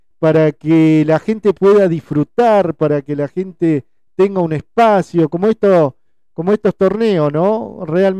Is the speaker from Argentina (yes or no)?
yes; Diamante, Entre Ríos, Argentina; Soy de Diamante y no conocés ese lugar.